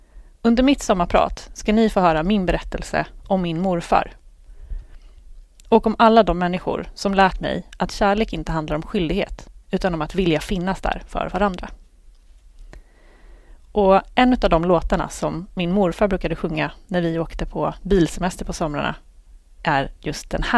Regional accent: Sweden; also born or lived in Lidingö; Jag är egentligen född på Lidingö, men har bott större delen av mitt liv här i vår fantastiska kommun.

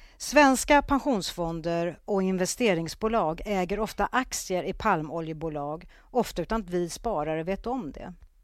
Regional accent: Sweden; Jag har fått reaktioner hemma i Sverige men även i Indonesien när jag berättar om volontärarbetet.

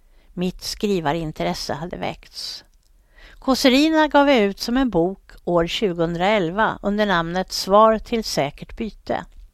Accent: Stockholm, Stockholm County, Sweden; jag växte upp i Vällingby

